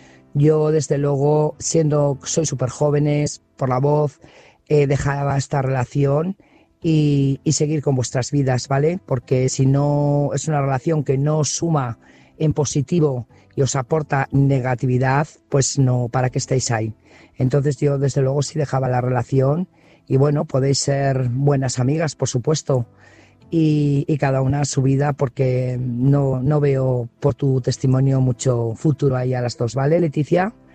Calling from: Burgos, Castile and León, Spain; corresponsal de Burgos

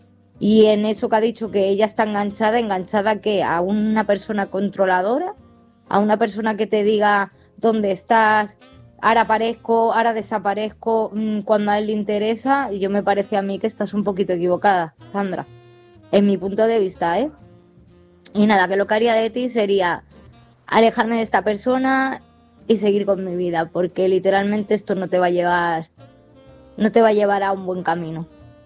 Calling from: Málaga, Andalusia, Spain; soy corresponsal de Málaga

